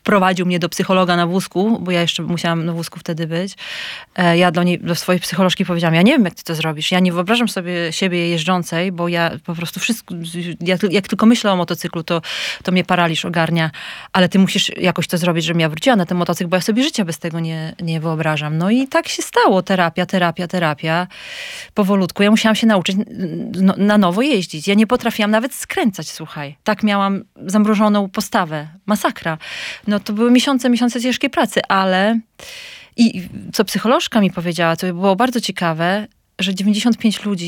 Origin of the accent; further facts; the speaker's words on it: Suwałki, Podlaskie Voivodeship, Poland; born there; moved away as an adult; also born or lived in Warsaw, Poland / Sydney, Australia; Urodziłam się w Suwałkach, skończyłam studia w Warszawie i po zrobieniu magistra wyjechałam do Sydney. Tam poznałam swojego byłego męża, więc zostałam. Mieszkałam tam przez 12 lat.